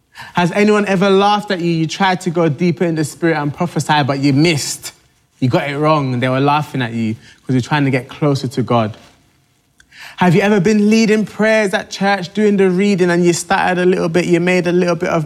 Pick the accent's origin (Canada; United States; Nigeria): Nigeria; I'm Nigerian.